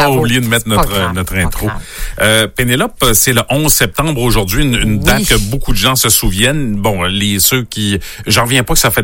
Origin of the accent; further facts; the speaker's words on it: Quebec, Canada; je partais de Québec ce matin-là pour m'en revenir chez nous en Gaspésie.